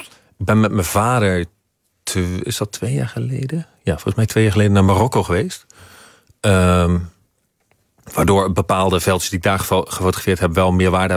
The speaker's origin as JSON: {"language": "Dutch", "town": "Schiedam", "region": "South Holland", "country": "Netherlands", "said": "ik kom zelf uit Schiedam."}